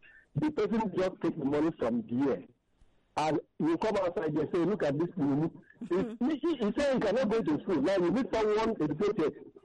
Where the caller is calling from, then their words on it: Lagos, Nigeria; I'm calling you from Ejibu Kingdom here, Lagos